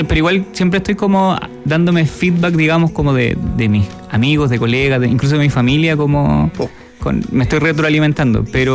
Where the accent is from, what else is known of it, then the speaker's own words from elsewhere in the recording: Rancagua, O'Higgins, Chile; also born or lived in Valparaíso; como que si bien yo soy de Rancagua, me muevo mucho. Por ejemplo, yo estuve algunos años en sello Mezcalina, que es un sello de Valpo, porque también estudié allá en Valpo